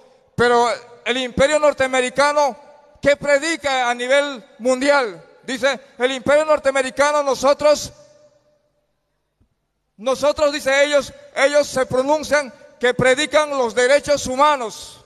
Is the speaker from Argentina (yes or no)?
no; Bolivia; nosotros como pueblo boliviano, campo y pueblo